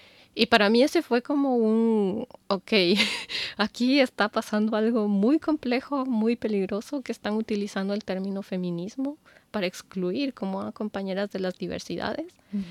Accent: Quito, Pichincha, Ecuador; now in Europe; mi ciudad de origen.

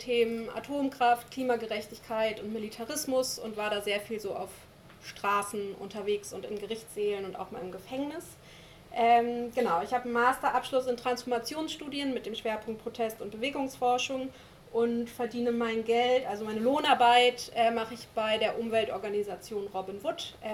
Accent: Lower Saxony, Germany; born there; Genau, ihr wisst schon, ich bin im Wendland geboren, da ist einfach ein Umfeld, was so sehr widerständig alternativ ist. Ich bin in einer akademisch geprägten Familie aufgewachsen, das war ein sehr unterstützendes Umfeld.

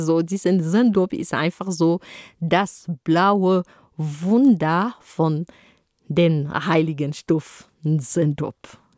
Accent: Cameroon; German is a second language; Und wo ich herkomme, in Kamerun, da haben wir eine besondere Art und Weise, uns anzuziehen.

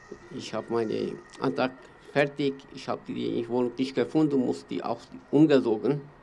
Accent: Turkey; German is a second language; now in Tübingen, Germany; Meine Heimat ist sehr schwierig für die Leben. und für die immer die Politik und auch sehr schwierig für die Kurden. Ich komme aus der Türkei.

